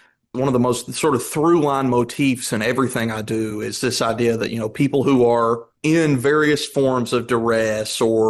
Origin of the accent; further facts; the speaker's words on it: Kentucky, United States; I'm from Kentucky, District 5. It's the congressional district. I think it is the poorest congressional district in the United States, metrically speaking.